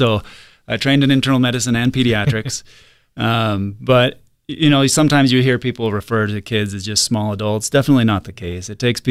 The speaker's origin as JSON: {"language": "English", "town": "Salt Lake City", "region": "Utah", "country": "United States", "tie": "born or raised there", "also_born_or_lived": "East Coast", "moved": "yes", "lives_now": "Billings, United States", "said": "So I'm actually from Salt Lake City, so I'm familiar with Thunder Mountain. Grew up with Primary Children's right in my backyard. My journey took me to the East Coast for a number of years."}